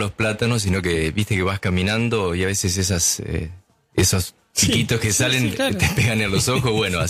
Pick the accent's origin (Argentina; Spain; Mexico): Argentina; Entre Ríos; yo soy de Entre Ríos